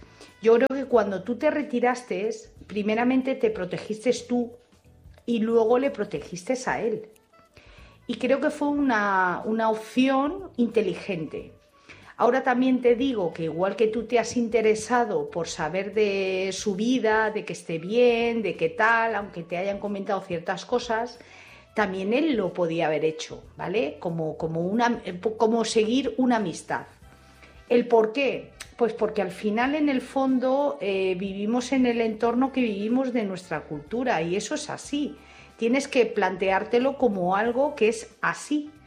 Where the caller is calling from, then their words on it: Madrid, Community of Madrid, Spain; de Madrid.